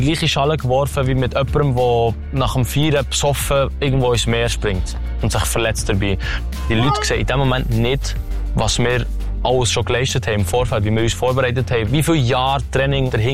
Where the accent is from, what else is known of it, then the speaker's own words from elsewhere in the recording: Hindelbank, Bern, Switzerland; Und dann habe ich bei uns im Quartier, ich bin in Zindelbank aufgewachsen, wir haben im Quartier haben wir ein Trampolin gehabt